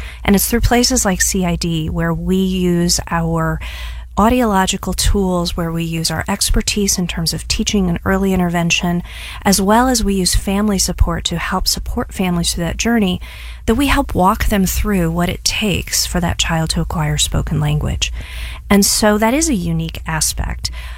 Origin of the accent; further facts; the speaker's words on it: St. Louis, Missouri, United States; I grew up in St. Louis and I went away to college and I found myself back at home over a holiday break.